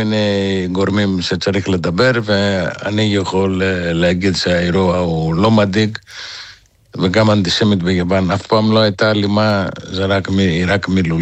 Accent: Thessaloniki, Central Macedonia, Greece; born or raised there; Hebrew is a second language

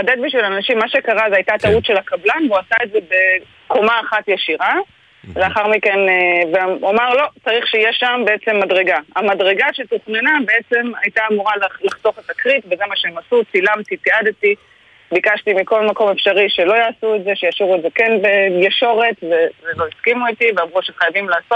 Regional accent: Eilat, Southern District, Israel; אני אילתית, אני כרגע באילת, בוודאי.

